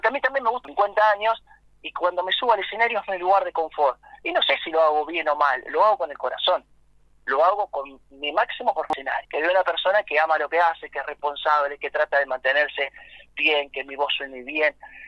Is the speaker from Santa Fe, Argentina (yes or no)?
no; Verónica, Buenos Aires Province, Argentina; a lo largo de mis 34 años, cumplir todos los sueños que puede tener un pibe de pueblo, como yo soy de Verónica, papá laburantes